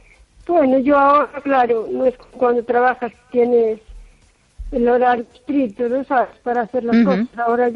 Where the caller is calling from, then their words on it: O Carballiño, Galicia, Spain; de Carballiño.